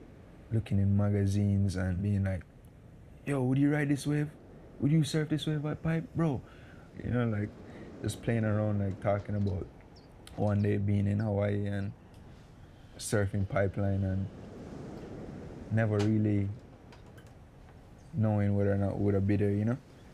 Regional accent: Jamaica; I'm from Jamaica

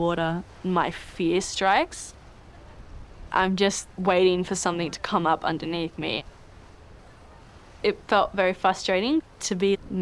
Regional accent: Australia; Growing up in Australia with an islander dad and a Latina mom, I definitely felt some cultural differences from like the typical Australian.

